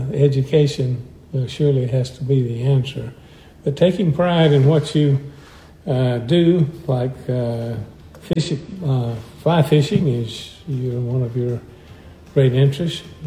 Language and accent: English; Georgia, United States; my home state, Georgia, my native state, is a beautiful state.